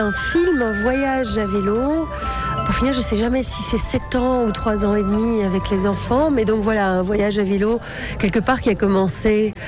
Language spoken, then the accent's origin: French; Belgium; On s'est rencontrés même à l'étranger, lui espagnol, moi je suis belge.